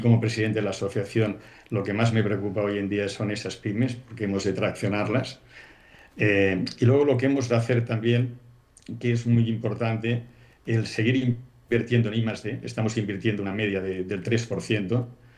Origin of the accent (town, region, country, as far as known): Spain